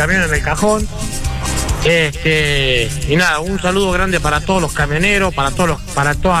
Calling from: Pigüé, Buenos Aires Province, Argentina; un fiel amigo del Chuni, de Pigüé, provincia de Buenos Aires. En este momento estamos con el amigo Matías y el amigo José acá en la localidad de Cipolletti, Río Negro.

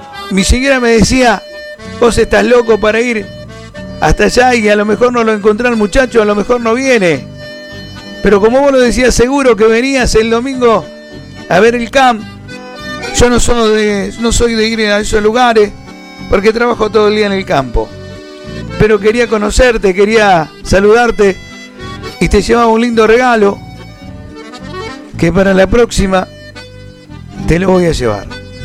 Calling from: Colonia Belgrano, Santa Fe, Argentina; de Colonia Rural, aquí en Colonia Belgrano, zona rural.

